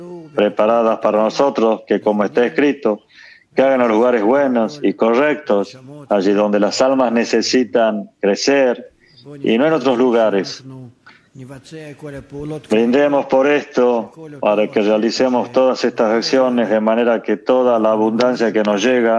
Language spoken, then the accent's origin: Spanish; Toronto, Ontario, Canada; de Toronto, Canadá, acá con mis hermanos, y también mi gran amigo de acá, también de Toronto.